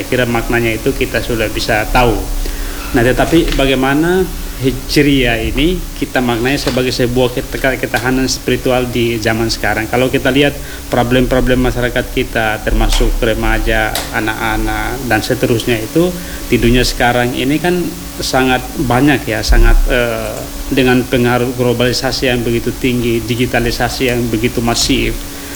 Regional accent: North Maluku, Indonesia; kalau asal saya dari Halmahera Timur.

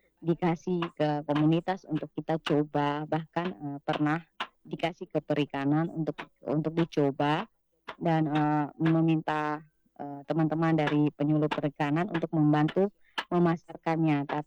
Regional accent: Kupang, East Nusa Tenggara, Indonesia; biasa kita orang Kupang dan kiri-kiri kan mereka bisa mengolah dan menjualnya di rumah

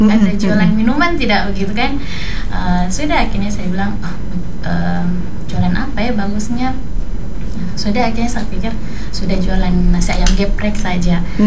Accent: Makassar, South Sulawesi, Indonesia; moved away as an adult; also born or lived in Takalar; now in Fakfak, Indonesia; saya kan memang asli Makassar.

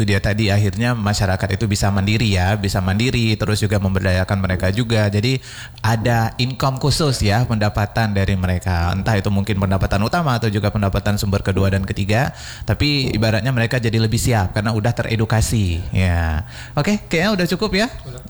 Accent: Aceh, Indonesia; karena pada saat itu kita Aceh juga lagi kena musibah banjir pada saat itu teman Pro 2.

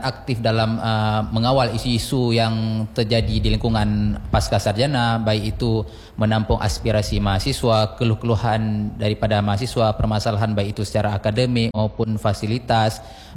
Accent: Banda Aceh, Aceh, Indonesia; saya asli Kota Banda Aceh

